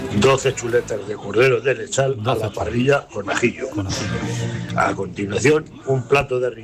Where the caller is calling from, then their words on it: Alcázar de San Juan, Castilla-La Mancha, Spain; de Alcázar de San Juan, aquí con las calores